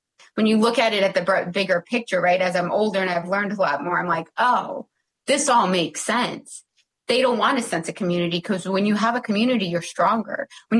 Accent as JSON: {"language": "English", "country": "United States", "tie": "born there", "said": "No, like I was born here. I'm just as much American as anyone else."}